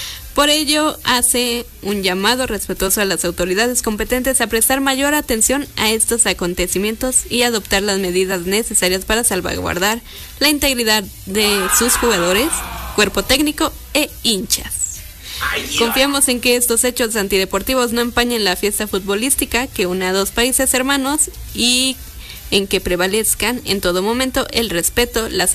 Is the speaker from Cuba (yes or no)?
no; Mexico